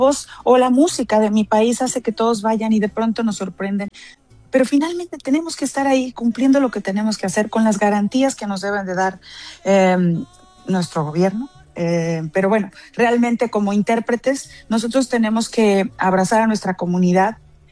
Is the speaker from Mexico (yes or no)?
yes; Mexico; oye, todo está bien, somos mexicanos y todo lo vamos a pasar con amor